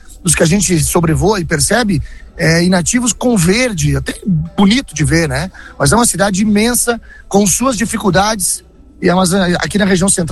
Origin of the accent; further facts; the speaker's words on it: Brazil; quando sabem que somos brasileiros